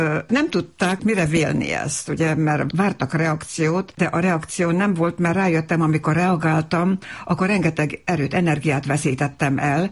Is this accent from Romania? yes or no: no; Novi Sad, Vojvodina, Serbia; born or raised there; moved away as an adult; now in Hungary